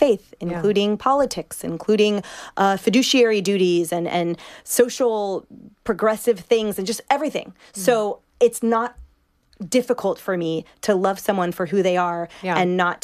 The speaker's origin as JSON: {"language": "English", "region": "West Coast", "country": "United States", "said": "because we're from the West Coast"}